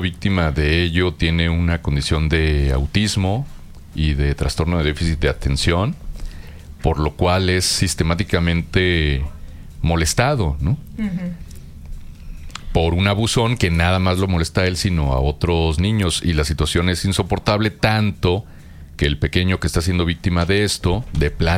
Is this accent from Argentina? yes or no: no; Coahuila, Mexico; now in Gómez Palacio, Mexico; Yo soy de Coahuila, pero vivo en Gómez Palacio.